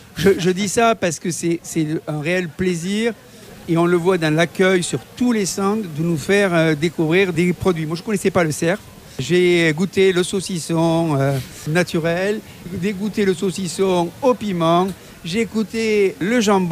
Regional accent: New Caledonia; Oui, voilà. Ça c'est mon accent.

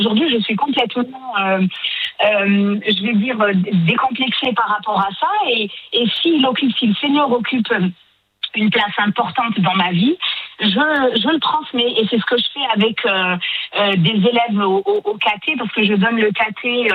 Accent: Algeria; born there; Il se fait que je suis née en Algérie, donc dans une famille de parents athées mais intellectuels et qui nous ont poussés à l'ouverture.

